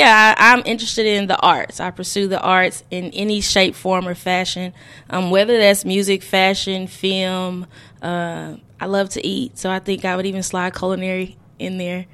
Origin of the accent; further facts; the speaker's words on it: Arkansas, United States; moved away; I'm from Arkansas, and I've lived all over, and I always find my way, making my way right back to here.